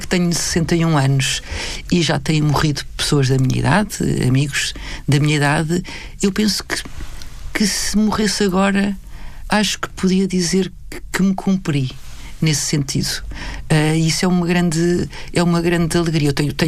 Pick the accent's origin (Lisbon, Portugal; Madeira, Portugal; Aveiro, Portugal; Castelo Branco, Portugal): Lisbon, Portugal; Então, eu fui nascida e criada em Lisboa, mesmo no centro, na zona do Rato, do Largo do Rato